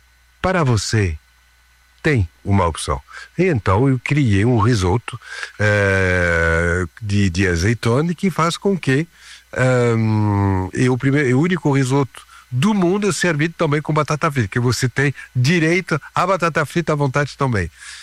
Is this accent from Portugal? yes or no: no; France; Portuguese is a second language; now in Brazil; Eu cheguei 46 anos atrás aqui, francês. De 30 anos pra cá, mudou tudo. Eu sou brasileiro de origem francesa.